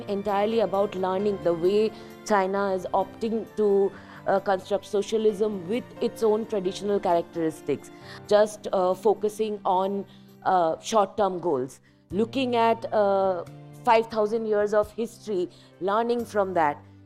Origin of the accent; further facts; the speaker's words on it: India; English is a second language; I come from India, but our realities are very different, at least in current situation.